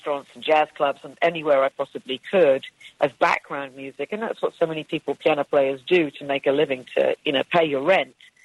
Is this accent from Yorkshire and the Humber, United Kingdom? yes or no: no; Wales, United Kingdom; being Welsh.